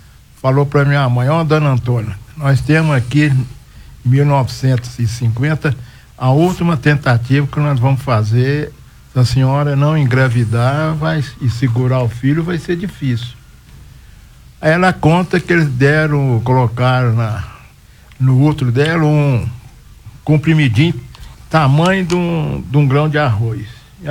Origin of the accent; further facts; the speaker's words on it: Araguari, Minas Gerais, Brazil; born there; Eu nasci em Araguari, 22 de novembro de 1950. Nasci lá naquela época de parteira.